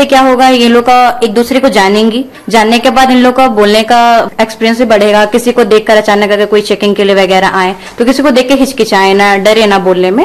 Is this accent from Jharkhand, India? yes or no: yes; Hazaribagh, Jharkhand, India; मैं हजारीबाग की ही रहने वाली हूँ।